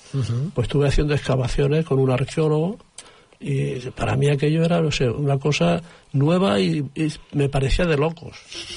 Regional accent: Córdoba, Andalusia, Spain; now in Catalonia, Spain; De Córdoba. Y yo llegué a Cataluña, me abrieron las puertas...

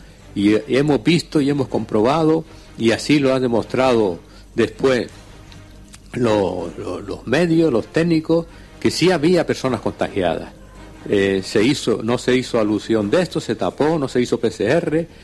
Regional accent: Agüimes, Canary Islands, Spain; Estoy en Carrizá, pero soy del municipio de Agüime y estoy...

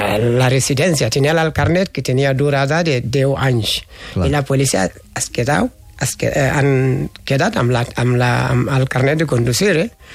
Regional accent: Senegal; now in Catalonia, Spain; jo sóc del nord del Senegal, de la sabana d'Àfrica, del Senegal

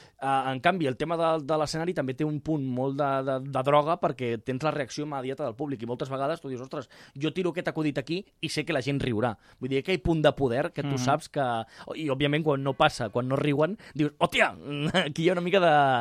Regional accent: Cunit, Catalonia, Spain; sí, sóc de Cunit i, hòstia, suposo que estic flipant, no? Hòstia, és de Cunit, parla català, no? Sí

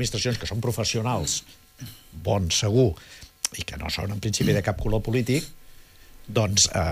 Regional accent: Rubí, Catalonia, Spain; aquí, com que som de Rubí, els de la Generalitat, que són d'uns altres

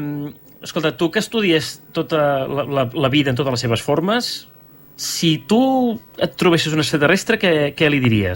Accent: Catalonia, Spain

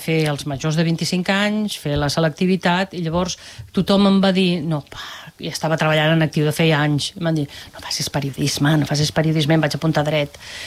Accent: Barcelona, Catalonia, Spain; born there; Sí, vaig néixer a Barcelona.

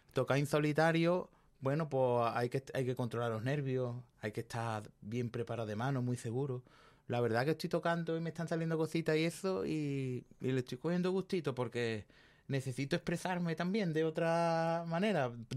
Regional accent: Jerez de la Frontera, Andalusia, Spain

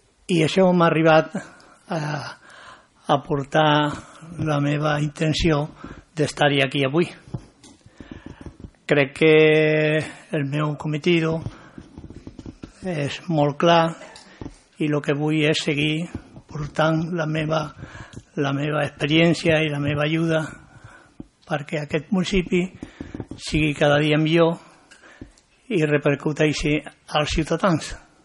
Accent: Sant Quirze, Catalonia, Spain; sóc un ciutadà de Sant Quirze, porto més de 50 anys al poble i que he estat vinculat sempre a la vida social del municipi

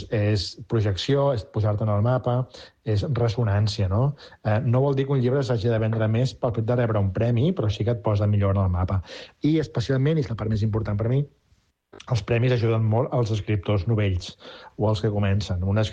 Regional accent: Catalonia, Spain; De llegendes, de mites, mitologies, en aquest cas catalanes, perquè sóc català

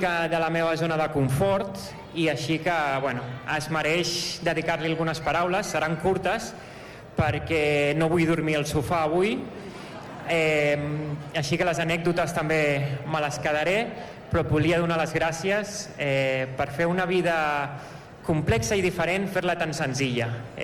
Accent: Badalona, Catalonia, Spain; born there; also born or lived in United States; per tant no sóc badaloní de naixement, però sóc badaloní de decisió. Jo vaig viure 12 anys als Estats Units

